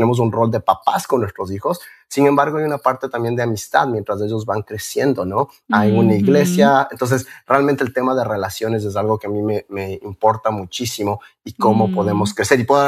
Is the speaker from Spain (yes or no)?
no; Ecuador; now in Quito, Ecuador; mi esposa es de los Estados Unidos, yo soy ecuatoriano, vivimos en Ecuador